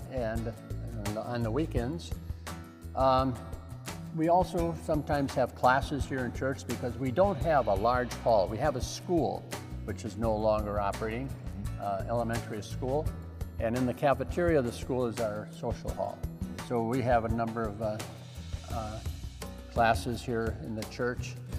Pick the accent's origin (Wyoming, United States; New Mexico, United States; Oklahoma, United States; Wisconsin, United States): Wisconsin, United States; Well, I'm originally from Wisconsin